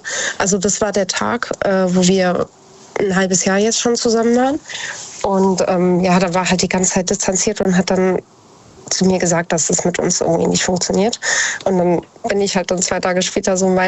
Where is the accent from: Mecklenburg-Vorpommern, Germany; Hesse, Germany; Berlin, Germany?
Hesse, Germany; Idstein; born or raised there